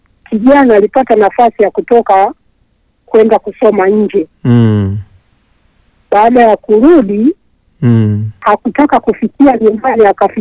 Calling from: Mbarali District, Mbeya, Tanzania; ninatokea Zilio Mapula katika wilaya hii ya Mbalali.

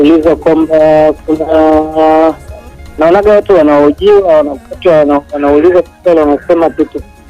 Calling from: Moshi, Kilimanjaro, Tanzania; nipo Kilimanjaro Moshi, huku vijijini.

